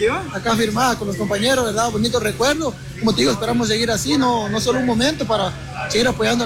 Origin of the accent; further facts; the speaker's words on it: Guatemala; uno como Chapín sueña